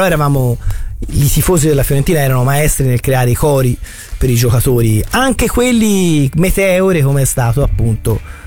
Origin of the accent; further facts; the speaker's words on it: Tuscany, Italy; ne sappiamo qualcosa noi in Toscana